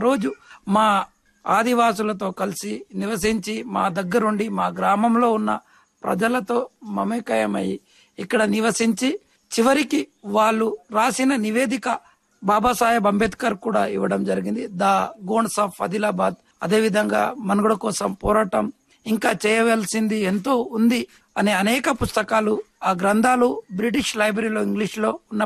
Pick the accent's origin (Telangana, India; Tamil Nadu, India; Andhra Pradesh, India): Telangana, India; Marlavai